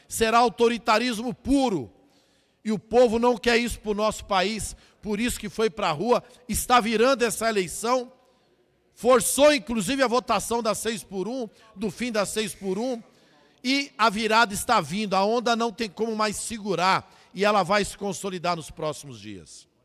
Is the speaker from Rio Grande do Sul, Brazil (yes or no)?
no; Guarulhos, São Paulo, Brazil; minha querida Guarulhos, cidade onde eu nasci, me criei vivo.